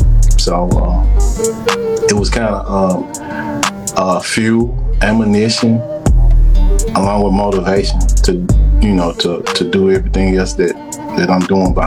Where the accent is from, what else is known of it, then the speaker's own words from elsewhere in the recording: Memphis, Tennessee, United States; I was raised in North Memphis, and coming up in North Memphis, I didn't even know it was a big world out there